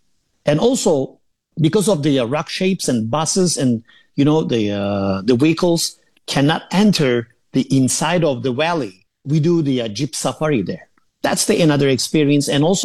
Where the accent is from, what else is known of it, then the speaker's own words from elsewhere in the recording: Black Sea Region, Turkey; born there; English is a second language; I was born in the Black Sea region. I say, you know, when you come to Black Sea, you can see the New Zealand in Turkey as well.